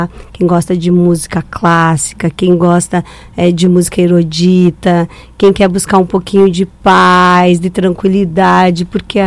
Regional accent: Rio Grande do Sul, Brazil; born there; moved away; eu venho do interior, lá do interior do Rio Grande do Sul

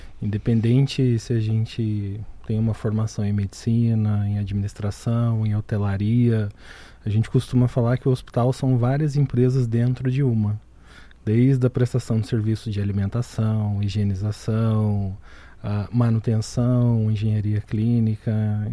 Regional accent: Porto União, Santa Catarina, Brazil; moved away as an adult; also born or lived in Manaus; eu sou natural de Porto União, Santa Catarina, uma cidade interiorana com pouco mais de 40 mil habitantes.

